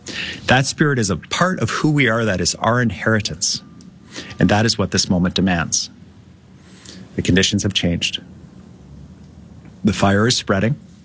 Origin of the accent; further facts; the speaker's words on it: British Columbia, Canada; We are Canadians. We are British Columbians.